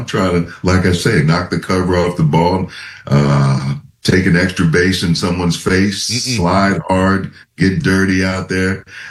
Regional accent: Minnesota, United States; The Vikings, my hometown, drafted me.

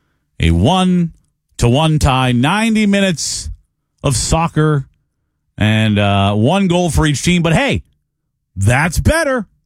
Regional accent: Wareham, Massachusetts, United States; I grew up in Wareham, Massachusetts.

